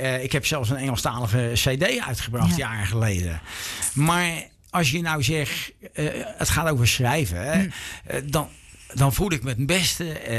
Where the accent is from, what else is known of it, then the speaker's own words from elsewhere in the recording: Rotterdam, South Holland, Netherlands; ik ben een echte Rotterdammer.